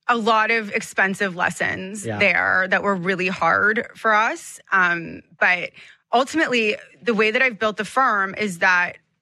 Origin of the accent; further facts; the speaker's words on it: Toronto, Ontario, Canada; Growing up in Toronto, our weather is so extreme.